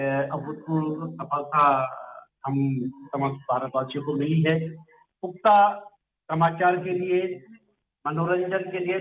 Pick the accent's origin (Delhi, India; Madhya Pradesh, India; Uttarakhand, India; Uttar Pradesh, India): Uttarakhand, India; उत्तराखंड से हूँ